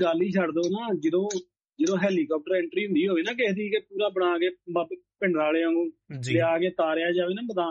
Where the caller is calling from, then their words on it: Anandpur Sahib, Punjab, India; ਇੱਥੇ ਸਾਡੇ ਏਰੀਏ ਆਨੰਦਪੁਰ ਸਾਹਿਬ